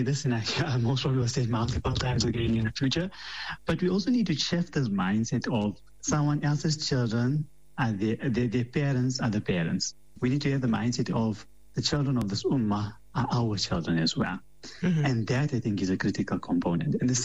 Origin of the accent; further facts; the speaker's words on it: South Africa; us as South African Muslims